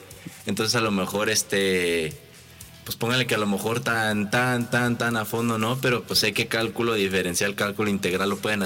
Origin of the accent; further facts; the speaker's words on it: Rincón de Romos, Aguascalientes, Mexico; somos de Rincón de Romos, Onan y yo. Hemos crecido ahí.